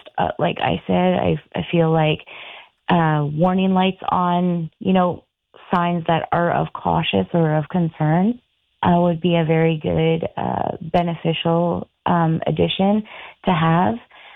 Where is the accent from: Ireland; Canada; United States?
Canada; Ottawa Valley, Ontario; moved away as an adult; now in Ottawa, Canada; I was born and raised in the Ottawa Valley. So I've been very aware of that. I mean, I moved to Ottawa, you know, quite a few years ago